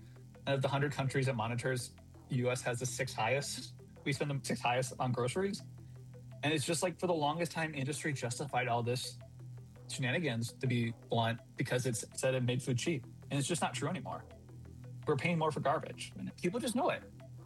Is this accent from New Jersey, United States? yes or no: no; Iowa, United States; Like I'm from Iowa.